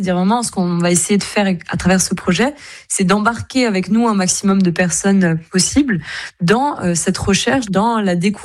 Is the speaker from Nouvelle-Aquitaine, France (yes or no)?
no; Corsica, France; bien qu'en tant que Corse, on soit proche de cet environnement